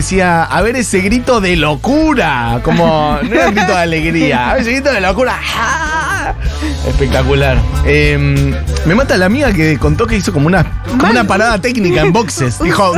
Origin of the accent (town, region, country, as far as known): Argentina